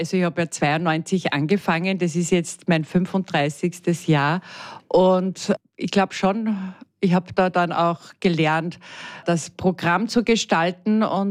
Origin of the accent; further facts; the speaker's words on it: Upper Austria, Austria; moved away as an adult; now in Salzburg, Austria; Müllviertlerin, um genau zu sein.